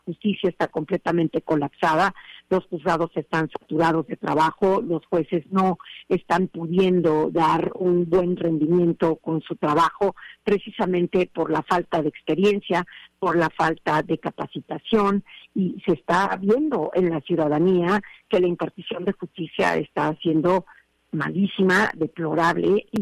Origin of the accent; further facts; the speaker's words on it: Mexico; estamos en la mejor disposición de trabajar por nuestro México